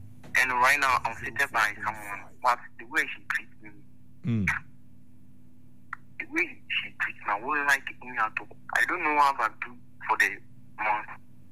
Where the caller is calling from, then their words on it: Abuja, Federal Capital Territory, Nigeria; I'm calling from Abuja